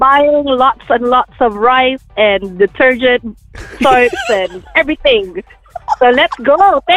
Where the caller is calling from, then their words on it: Auckland, New Zealand; Hi, I am from Clendon.